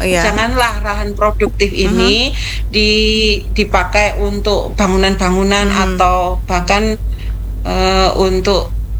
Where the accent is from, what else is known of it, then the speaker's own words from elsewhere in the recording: Java, Indonesia; saya itu orang Jawa tapi masakan Banjar suka, Bu.